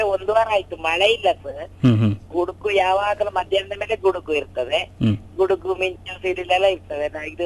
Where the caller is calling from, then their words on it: Karnataka, India; ನಾನು ಚೀರಮ್ಮನ ಕೊಳಗದಾಳ್ ಗ್ರಾಮದಿಂದ